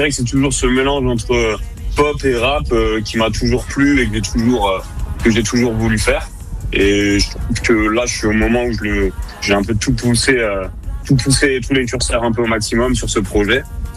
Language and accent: French; Rennes, Brittany, France; Je suis originaire de Rennes